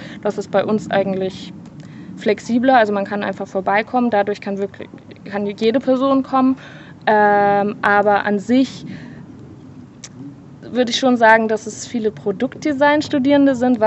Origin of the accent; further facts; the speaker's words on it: Leipzig, Saxony, Germany; moved away as an adult; now in Weimar, Germany; Nee, in Leipzig habe ich davor studiert. Genau, ich komme auch aus Leipzig.